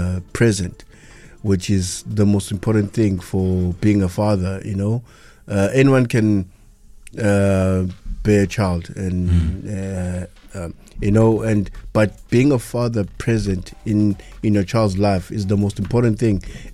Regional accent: Pietermaritzburg, KwaZulu-Natal, South Africa; we from Pietermaritzburg.

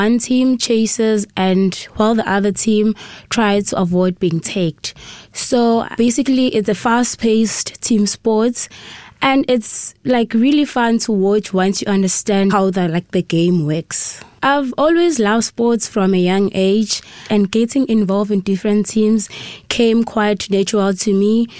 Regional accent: Pietermaritzburg, KwaZulu-Natal, South Africa; I'm 21 years of age. I'm from Peter Marie's Wake in KZN and I'm studying Bachelor of Education in UKZN.

